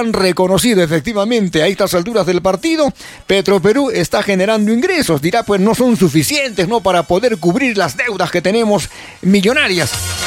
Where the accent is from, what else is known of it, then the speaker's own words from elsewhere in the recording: Peru; Somos pues peruanos